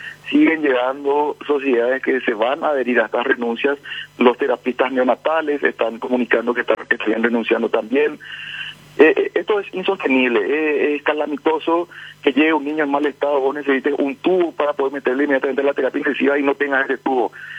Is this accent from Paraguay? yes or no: yes; Paraguay